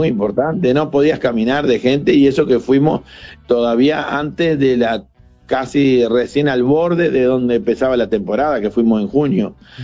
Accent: Colonia del Sacramento, Colonia, Uruguay

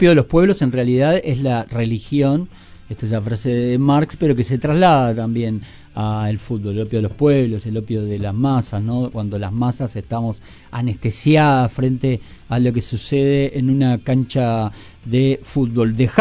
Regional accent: Uruguay; Me asumo como uruguayo feo y gris, ¿eh?

